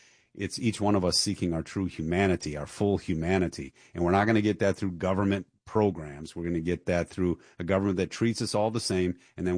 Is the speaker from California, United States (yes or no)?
no; Detroit, Michigan, United States; I grew up in Detroit.